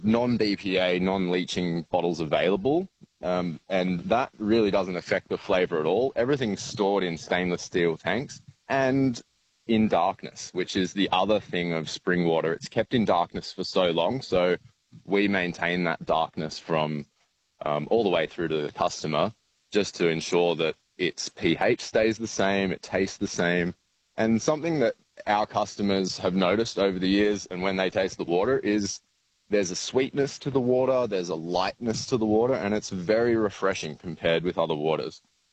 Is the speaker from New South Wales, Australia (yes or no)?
yes; Mittagong, New South Wales, Australia; also born or lived in Sydney; I spent my childhood exploring the bush, climbing the Jib over and over, and Mount Alexandra, and exploring all the gullies. And I really fostered my sense of nature in the Highlands.